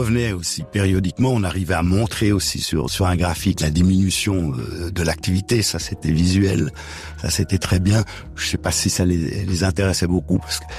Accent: Ticino, Switzerland; dans les régions les plus fortement contaminées, c'est-à-dire chez nous au Tessin et dans le sud des Alpes.

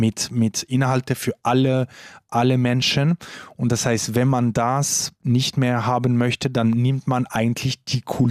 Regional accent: Romandy, Switzerland; first language fr; German is a second language

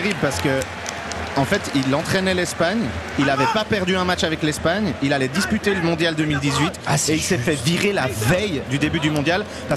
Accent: Geneva, Switzerland; Moi je suis genevois et j'ai kiffé pour vous.

